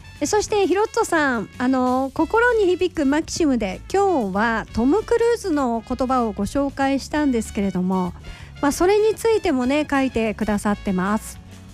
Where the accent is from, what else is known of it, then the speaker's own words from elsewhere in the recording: Osaka, Japan; 私も大阪生まれ大阪育ちですので